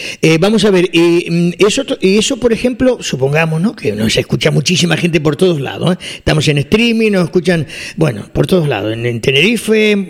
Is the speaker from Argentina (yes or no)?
yes; Argentina; moved away; Yo soy argentino